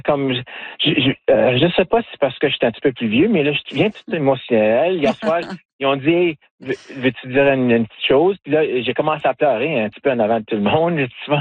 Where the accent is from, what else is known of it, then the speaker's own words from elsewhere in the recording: Timmins, Ontario, Canada; je viens de Timmins. J'entraîne des policiers partout au Canada et aux États-Unis. Mais moi, je vis à Timmins. Je suis policier ici à Timmins. Je travaille ici. Ma famille est ici.